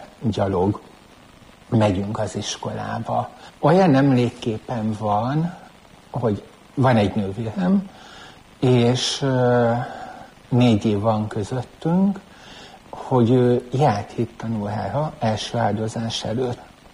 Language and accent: Hungarian; Szigethalom, Pest, Hungary; Nagy községbe születtem, ma már város, Szigethalmon nőttem föl.